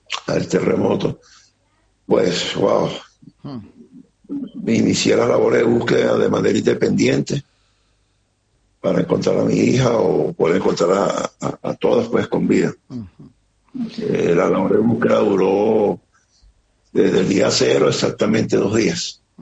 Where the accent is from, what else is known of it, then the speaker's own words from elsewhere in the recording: El Salvador; Yo vengo, un ejemplo, ¿no? Yo vengo de El Salvador